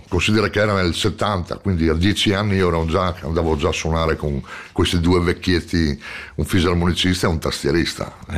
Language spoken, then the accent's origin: Italian; Osoppo, Friuli-Venezia Giulia, Italy; nel mio paese, Osopo, un paese di 2800 abitanti all'epoca.